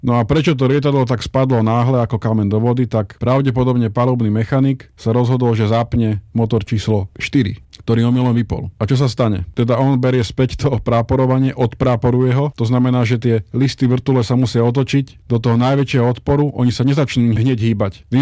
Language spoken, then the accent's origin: Slovak; Bratislava, Bratislava Region, Slovakia; som naozaj celé detstvo počúval o tejto príhode ako Bratislavčan. Chodili sme sa kúpať na Zlaté piesky.